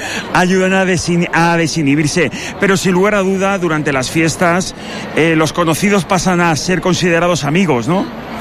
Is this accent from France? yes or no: no; Alicante, Valencian Community, Spain; son fiestas de todos nosotros, como alicantinos, como valencianos, pero especialmente como mediterráneos.